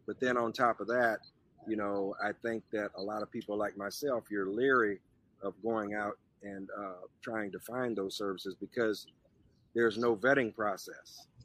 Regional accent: Indiana, United States; moved away as an adult; I'm originally from Indiana, but when I came down here in 2019

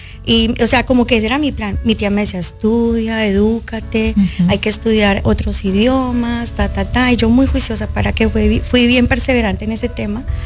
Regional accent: Colombia; moved away as an adult; also born or lived in Japan; Viajé muy jovencita, salí de Colombia como a los 18 años para Japón con mi familia, wow, por parte de mamá, que vivían todos allí.

